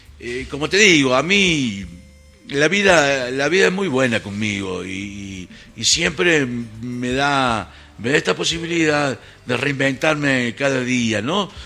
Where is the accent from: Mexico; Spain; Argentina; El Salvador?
Argentina; Oliva, Córdoba; moved away; vamos a estar en mi pueblo, en Oliva